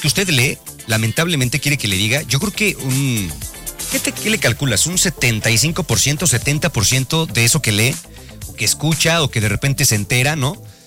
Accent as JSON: {"language": "Spanish", "country": "Mexico", "said": "nosotros estamos hablando de como mexicanos, ¿no?"}